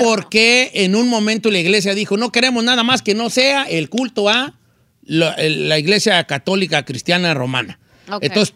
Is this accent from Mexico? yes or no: yes; Mexico; los mexicanos que somos, pues, de muchos, de los nahuas y mayas y zapotecas y mixtecas